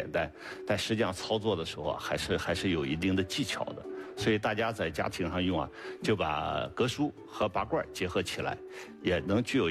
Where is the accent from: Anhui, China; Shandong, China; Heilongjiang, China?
Shandong, China; accent: Shandong dialect; 我们山东话叫摁钉